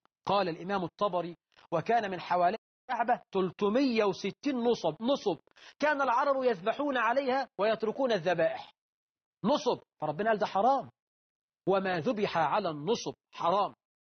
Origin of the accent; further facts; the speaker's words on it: Egypt; عندنا في مصر